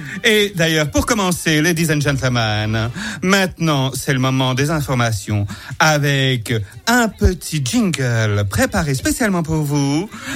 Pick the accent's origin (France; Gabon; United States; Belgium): Belgium; je suis belge d'origine